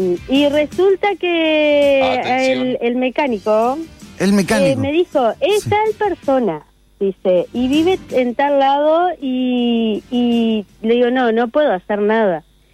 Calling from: Colonia Valdense, Colonia, Uruguay; Yo vivo en Colonia Valdense.

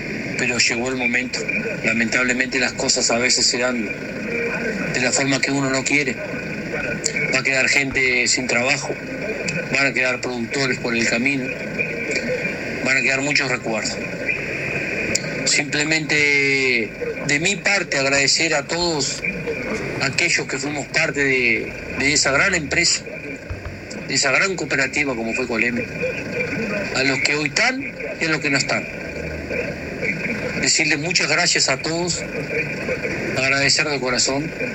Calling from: Melo, Cerro Largo, Uruguay

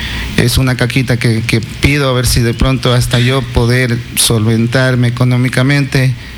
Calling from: Ambato, Tungurahua, Ecuador; Yo vivo en Huachichico

